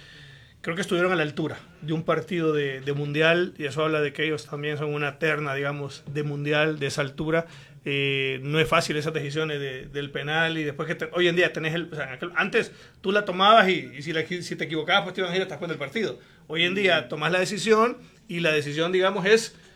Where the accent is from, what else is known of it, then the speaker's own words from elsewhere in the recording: Honduras; debemos de, como hondureños, sentirnos muy orgullosos.